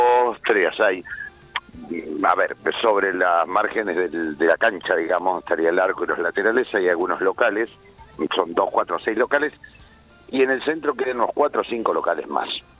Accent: Argentina

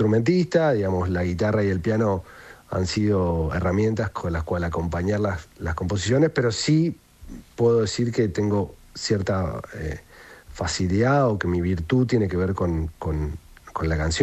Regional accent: Bella Vista, Buenos Aires Province, Argentina; Yo me crié en Bellavista, provincia de Buenos Aires, que es zona noroeste, digamos, en el partido de San Miguel.

